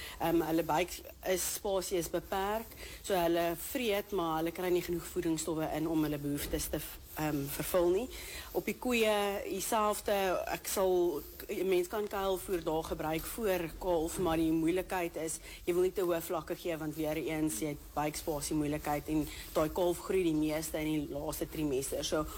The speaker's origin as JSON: {"language": "Afrikaans", "town": "Pretoria", "region": "Gauteng", "country": "South Africa", "tie": "born or raised there"}